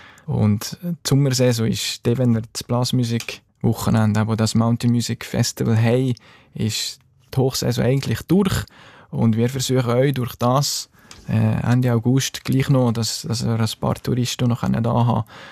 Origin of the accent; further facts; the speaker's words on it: Grächen, Valais, Switzerland; Grächen ist und bleibt meine Heimat, wenn man in Bergo, wo so ein kleiner, schöner Bergdorf aufgewachsen ist. Die Heimat, das verliert man nie und ich habe da so tolle Zeit, Jugendzeit erlebt.